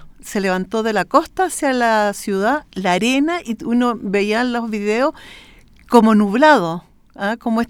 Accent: Antofagasta, Chile; Yo soy de Antofagasta

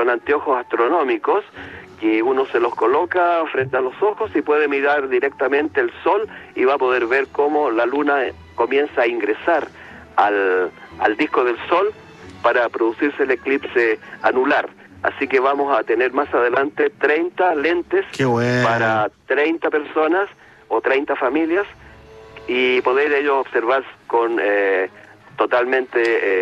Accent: Rengo, O'Higgins, Chile; moved away; saludo a mi ciudad natal de Rengo, que nunca la he olvidado.

